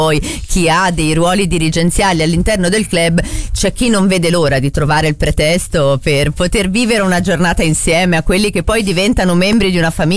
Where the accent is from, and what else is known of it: Milan, Lombardy, Italy